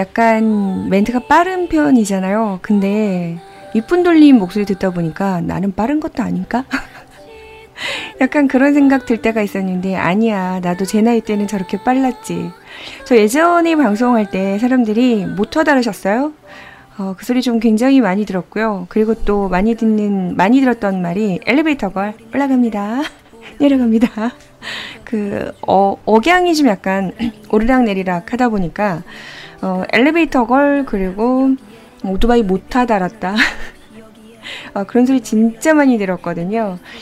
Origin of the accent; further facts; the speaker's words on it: Chungcheong, South Korea; 저는 충청도 사람이니까